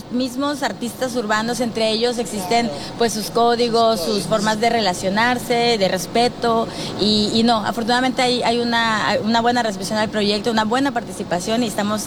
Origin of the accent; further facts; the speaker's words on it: Monterrey, Nuevo León, Mexico; born there; also born or lived in Madrid; Nací en Monterrey, orgullosamente de Nuevo León, y aquí estaré trabajando.